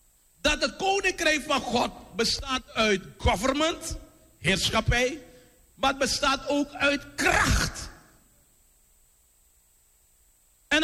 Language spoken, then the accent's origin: Dutch; Paramaribo, Suriname; Als ik kijk van waar ik kom, Abrabroki